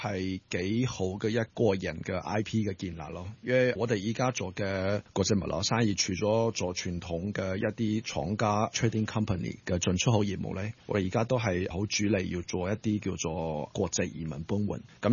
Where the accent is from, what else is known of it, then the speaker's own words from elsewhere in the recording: Taiwan; now in Hong Kong; 一开始其实爹哋妈咪都俾咗我好大嘅空间做选择，留翻喺台湾省或者过嚟香港。咁我自己就希望见识多啲出边嘅机遇啦，所以我就选择嚟香港。